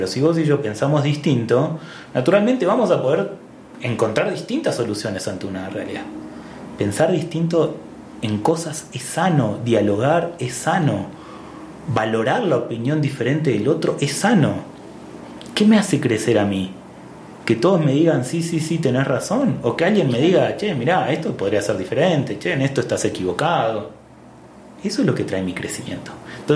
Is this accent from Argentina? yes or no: yes; Argentina; now in Ecuador; El bolón es ecuatoriano y a mí me encanta y soy argentino.